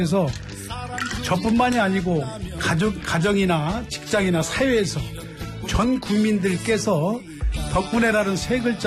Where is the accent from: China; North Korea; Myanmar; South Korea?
South Korea; Seocheon, South Chungcheong; 제가 장항선을 타고 다니는 고향이 충남 서천이에요.